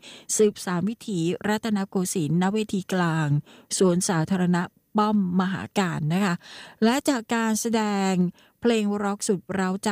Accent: Southern Thailand, Thailand; ซึ่งเราชาวใต้จะเรียกกันว่าวัดพระธาตุนครศรีธรรมราชนะคะ

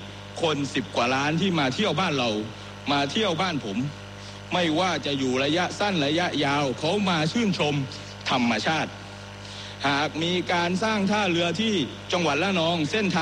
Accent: Phuket, Thailand; ในฐานะคนภูเก็ตในฐานะคนใต้

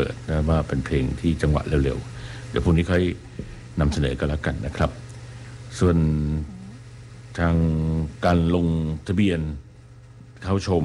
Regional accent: Bangkok, Thailand; ก็ตอนไปอยู่กันกับน้องสาวซึ่งเราก็เป็นเด็กกรุงเทพนะฮะที่มีไฟฟ้าแล้วก็มีโทรทัศน์ดู

